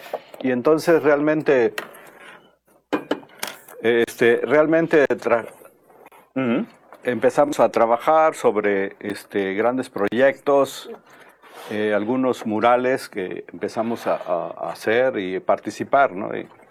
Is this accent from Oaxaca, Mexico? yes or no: yes; Oaxaca, Mexico; Como oaxaqueños. Y realmente enaltecemos y formamos parte de esta gran cultura y esta gran comunidad de oaxaqueños.